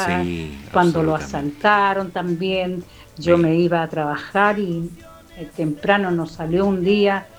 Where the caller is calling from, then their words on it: Valparaíso, Chile; de Playa Ancha.